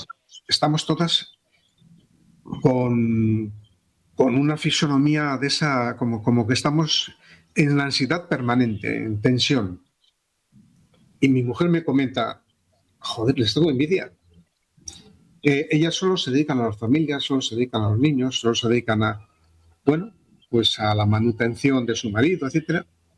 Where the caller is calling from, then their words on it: Vitoria-Gasteiz, Basque Country, Spain; En Vitoria, donde yo vivo, bueno, ahora no estoy allí, pero Vitoria, donde yo vivo, tiene muchísimo musulmán donde se forman guetos